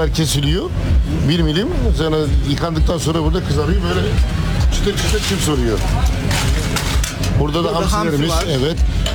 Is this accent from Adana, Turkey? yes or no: no; Istanbul, Turkey; now in Frankfurt, Germany; Doğma büyüme İstanbul olduğu için Eminönü'ndeki o tarihi balık ekmek olayını işte tasarladım.